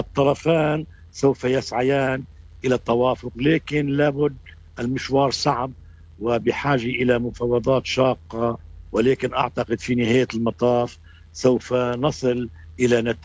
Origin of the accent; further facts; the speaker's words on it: Lebanon; نحن كلبنانيين